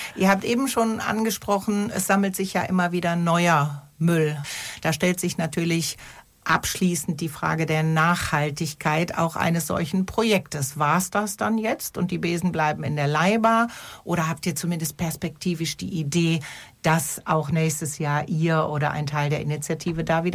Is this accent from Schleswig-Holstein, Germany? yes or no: no; Cologne, North Rhine-Westphalia, Germany; Ich komme ja da aus dem Agnesviertel/Nippes, ich sage nur Ebertplatz.